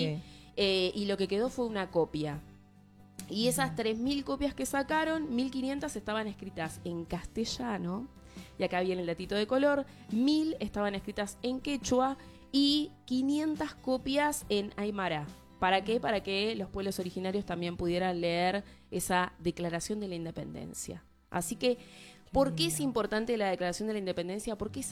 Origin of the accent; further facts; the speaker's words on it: Argentina; ¿De dónde viene toda esa pasión y esa identidad que tenemos como argentinos?